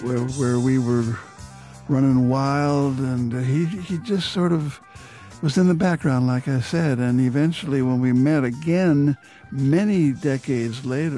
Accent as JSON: {"language": "English", "town": "LaSalle", "region": "Illinois", "country": "United States", "tie": "born or raised there", "moved": "yes", "said": "Buddies of mine, we grew up together back in Illinois. I was in LaSalle."}